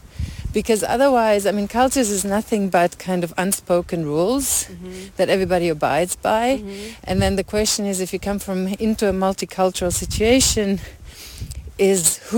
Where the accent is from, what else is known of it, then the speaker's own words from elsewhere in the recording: Romania; like you come from the States and I come from Romania